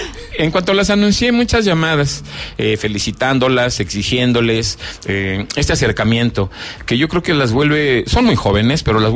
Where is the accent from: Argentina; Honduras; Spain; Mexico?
Mexico; Zacatecas; bienvenidas a mi tierra Zacatecas.